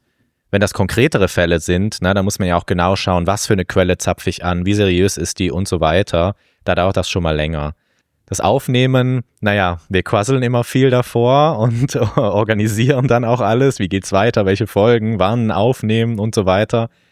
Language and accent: German; Trentino-Alto Adige, Italy; nehme ich euch mit in meine Heimat nach Südtirol